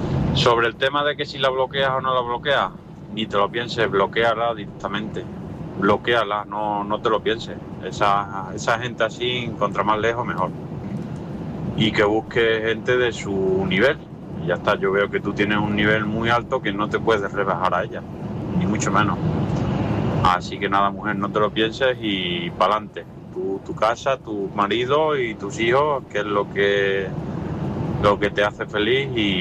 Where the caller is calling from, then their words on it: Ciudad Real, Castilla-La Mancha, Spain; de Ciudad Real.